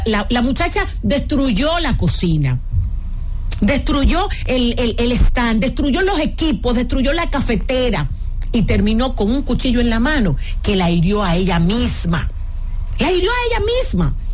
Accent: Dominican Republic; Yo soy católica, y me preocupa, ¿por qué? Porque en la República Dominicana la mayoría somos cristianos, de la Iglesia Evangélica o de la Iglesia Católica.

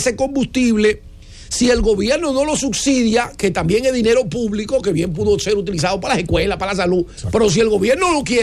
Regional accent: Dominican Republic

